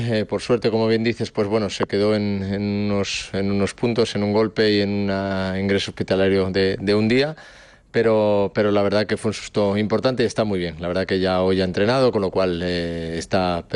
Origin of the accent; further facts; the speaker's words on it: Asturias, Spain; la verdad que muy, muy especial que la selección vuelva a mi tierra, vuelva a jugar en Oviedo. La verdad que un partido muy, muy especial para toda Asturias